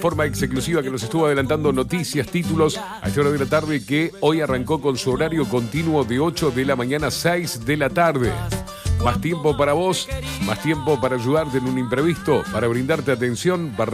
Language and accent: Spanish; Uruguay; Vivimos en Uruguay, somos uruguayos